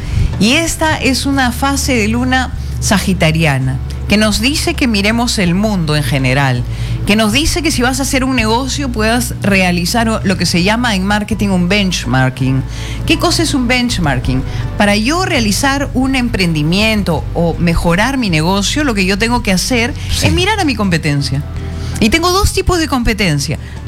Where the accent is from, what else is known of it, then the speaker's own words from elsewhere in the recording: Peru; Todos somos hermanos, todos somos peruanos.